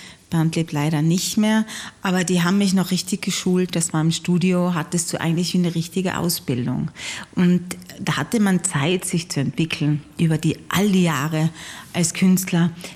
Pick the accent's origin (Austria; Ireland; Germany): Austria; Ich darf mein Heimatland nicht enttäuschen. Meine Plattenfirma, die waren ja da alle da mit dabei und auch vom österreichischen Fernsehen waren alle dabei.